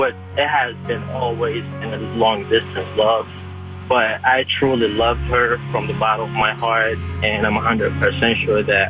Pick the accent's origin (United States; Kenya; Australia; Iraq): Iraq; moved away; I'm originally from Iraq.